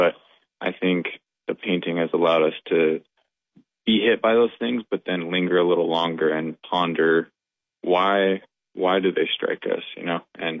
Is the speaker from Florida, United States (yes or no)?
no; Montana, United States; now in Southwest Montana, United States; we've spent the last several years living in Southwest Montana, but we grew up in Northwest Montana.